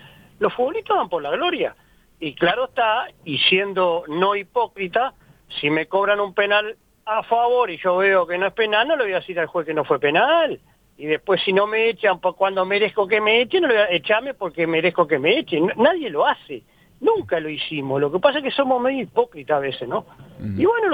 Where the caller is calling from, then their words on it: Uruguay; soy uruguayo